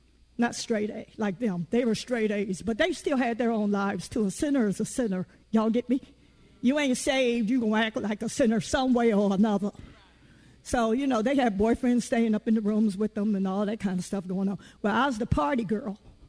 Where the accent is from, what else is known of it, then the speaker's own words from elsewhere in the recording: Virginia, United States; born there; See, I ain't scared. I'm from Virginia. I was born below the Mason-Dixon line.